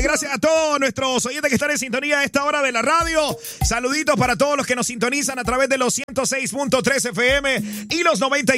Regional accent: Nicaragua; now in Washington, D.C., United States; si eso pasara en mi país, que es Nicaragua

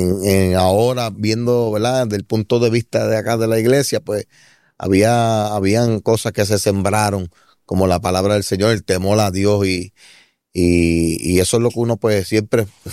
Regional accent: Vega Baja, Puerto Rico; Nada, me crié en Vega Baja lo más bien y todavía vivo allí.

